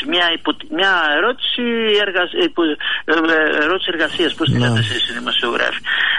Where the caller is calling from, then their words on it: Thessaloniki, Central Macedonia, Greece; Το γνωρίζω, ως Θεσσαλονικιός.